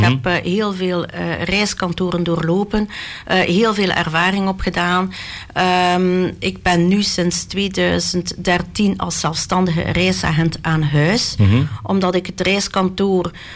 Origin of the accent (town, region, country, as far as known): Belgium